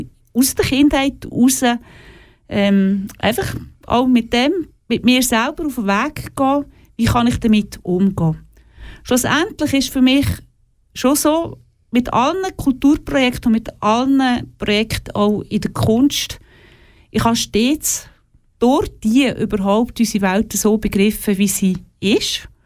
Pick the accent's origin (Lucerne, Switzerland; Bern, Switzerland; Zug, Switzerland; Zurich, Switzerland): Zurich, Switzerland; also born or lived in Oberkirch; ich bin zwar in Zürich geboren und auch dort aufgewachsen und nachher in Oberkirch.